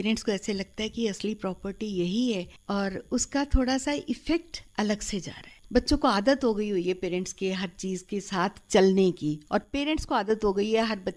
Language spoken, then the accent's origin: Hindi; Dharamshala, Himachal Pradesh, India; मैं धर्मशाला की ही निवासी हूँ। मैं यहाँ बड़ोल में रहती हूँ और मैं एक रिटायर्ड अध्यापिका हूँ।